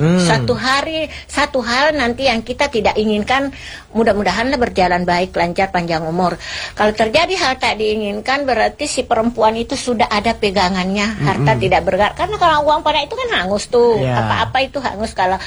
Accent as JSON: {"language": "Indonesian", "region": "South Sulawesi", "country": "Indonesia", "said": "Kalau kami ini Bugis dulu yang masih saya ingat dari kecil-kecil itu selalu mengikuti, apalagi di kampung ya."}